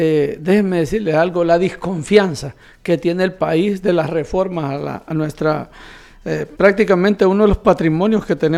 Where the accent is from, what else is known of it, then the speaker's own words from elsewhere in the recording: Honduras; deberíamos de verlo como hondureños